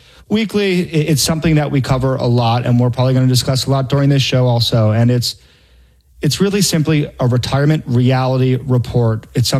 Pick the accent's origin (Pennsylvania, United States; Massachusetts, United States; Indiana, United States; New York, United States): Pennsylvania, United States; Philadelphia; moved away; We're actually originally from the Philadelphia area, so we're big Eagles fans, and we've expanded across to where we live now between Minnesota and the Carolinas and Florida.